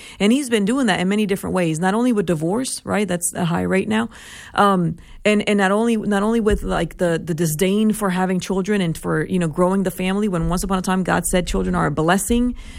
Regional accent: Puerto Rico; I know in my culture growing up in Puerto Rico, fathers went to work and mothers stayed home, and we were raised by our moms.

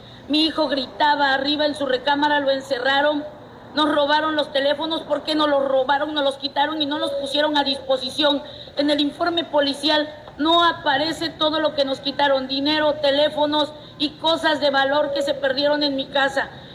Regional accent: Veracruz, Mexico; pedí asilo político para irme de mi tierra, a donde yo he trabajado, donde hice un patrimonio para mí, para mis hijos. Y hoy tengo que huir de Veracruz como si fuera una delincuente.

